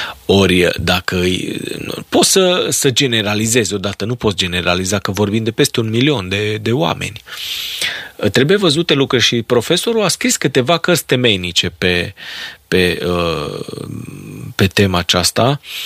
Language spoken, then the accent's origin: Romanian; Romania; noi trebuie să avem o demnitate noastră ca români în Europa